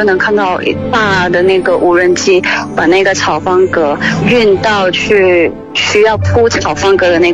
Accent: Kuala Lumpur, Federal Territory of Kuala Lumpur, Malaysia; 我是来自马来西亚的华人，从小就是在吉隆坡长大。

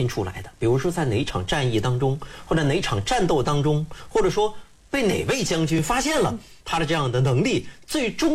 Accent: China; 因为他的确在我们中国人的这个历史的一个知识当中，历史体系当中很少听说过这个人的名字。

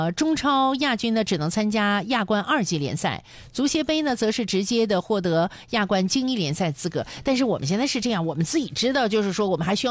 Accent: Dalian, Liaoning, China; 因为咱们大连人靠海

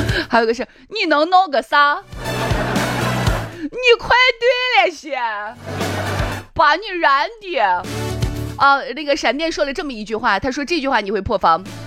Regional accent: Shaanxi, China; 我们陕西人

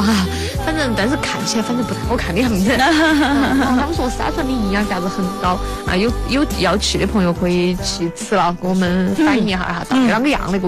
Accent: Chongqing, China; 我们重庆人只能把面吃了。

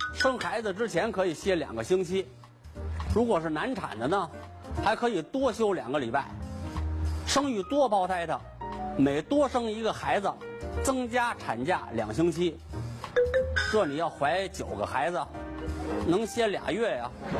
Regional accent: China

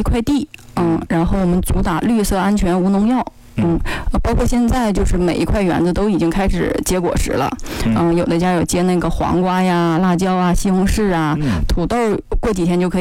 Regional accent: Yingkou, Liaoning, China; moved away as an adult; 首先我是土生土长的光明村人，

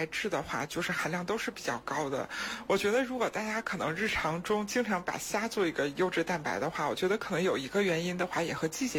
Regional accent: China; 我们中国人

